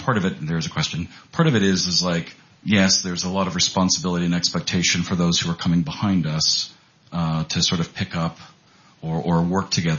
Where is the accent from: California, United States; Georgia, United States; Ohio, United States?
Ohio, United States; I'm from Ohio, so I don't